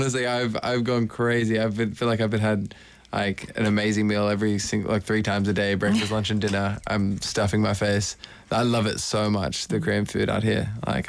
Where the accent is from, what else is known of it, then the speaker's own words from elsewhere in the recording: Sydney, New South Wales, Australia; moved away as an adult; now in Los Angeles, United States; I grew up in Sydney, yeah, in Northern Beaches. So I miss it very much. I'm going back, though. I'm like, I've been back a little bit this year just for work stuff. But, yeah, for the most part, I'm in LA.